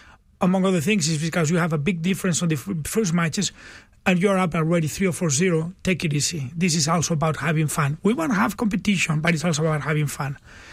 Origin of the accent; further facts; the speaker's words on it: Barcelona, Catalonia, Spain; Barcelona.